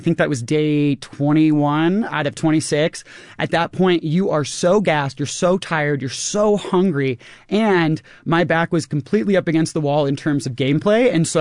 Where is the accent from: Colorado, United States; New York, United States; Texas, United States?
Colorado, United States; even though I'm from Colorado, I'm not a big outdoorsman person the way that a lot of people are.